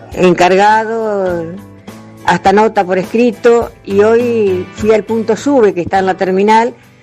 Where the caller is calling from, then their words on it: Santa Fe, Argentina; es la puerta de entrada a nuestra ciudad.